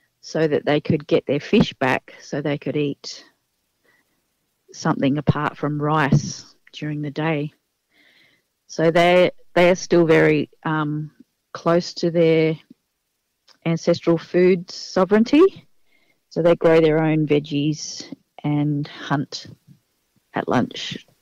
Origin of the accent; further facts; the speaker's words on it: Australia; I grew up travelling all around Australia